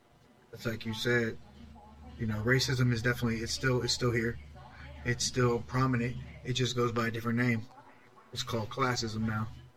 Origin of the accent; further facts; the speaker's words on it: Long Beach, Mississippi, United States; also born or lived in Virginia, United States / Louisiana, United States; I spent all my childhood in Mississippi, like right down the coast, Long Beach, Gulfport, Socia, Lyman, all over that little area. And then my teen years, I was in Louisiana.